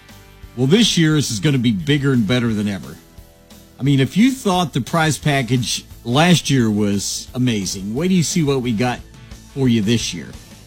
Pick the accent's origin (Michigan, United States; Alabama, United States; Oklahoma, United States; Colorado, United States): Oklahoma, United States; Fort Gibson; born there; also born or lived in Tucson, Arizona; I was born in Tucson. Moved when I was two to beautiful Fort Gibson